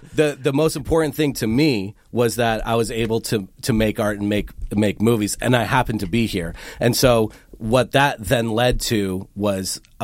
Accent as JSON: {"language": "English", "country": "Canada", "said": "I'm 25. I have this thing and people are interested, and we're not Canadian, but I am."}